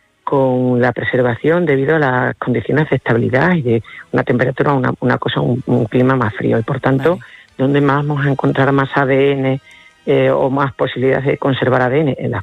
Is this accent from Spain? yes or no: yes; Extremadura, Spain